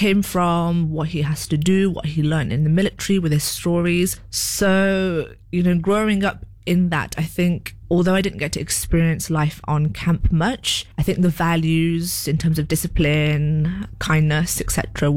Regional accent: United Kingdom; born there; I'm a British-born Nepali. Mero mommy din Shrestha Hununta, and … So yes, I am intercaste core baby.

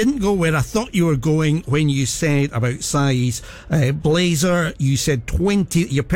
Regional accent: Scotland, United Kingdom; And as a Scot, I would always say Murrayfield.

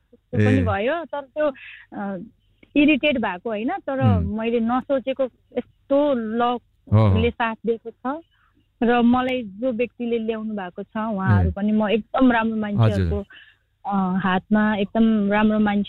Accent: Sundar Bazar, Gandaki Province, Nepal; born there; now in Kathmandu, Nepal; हजुर, मेरो जन्म लमजुङ सुन्दर बजारमा भएको, अनि अहिले पछिल्लो पछि काठमाडौँ बसे, यतै पढ्ने अनि यतै गाउने रमाउने गर्दा गर्दा यो क्षेत्र छोड्नै सकेन कि

